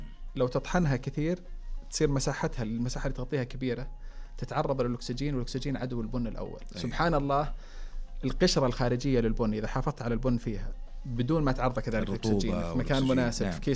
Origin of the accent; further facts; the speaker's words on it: Saudi Arabia; احنا كسعوديين